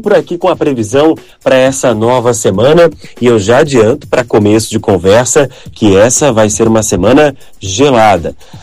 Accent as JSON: {"language": "Portuguese", "town": "Blumenau", "region": "Santa Catarina", "country": "Brazil", "tie": "born or raised there", "said": "minha terrinha"}